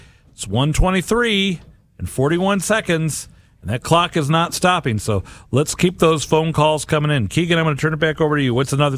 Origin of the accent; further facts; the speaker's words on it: South St. Louis County, Missouri, United States; now in St. Louis, United States; I'm a city boy. I grew up in South St. Louis County. I live here in the city now.